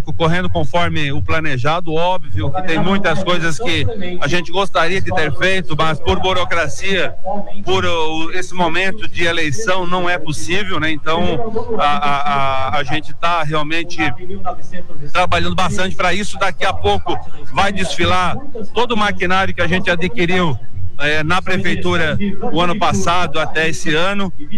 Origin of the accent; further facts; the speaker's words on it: Brazil; nós, como brasileiros